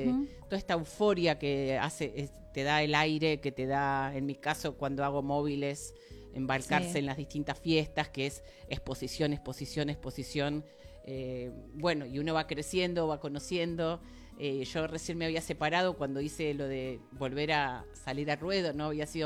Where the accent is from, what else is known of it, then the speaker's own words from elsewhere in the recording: Buenos Aires, Argentina; now in Balcarce, Argentina; yo soy de Balcarce, soy porteña, vivo allá hace casi 31 años.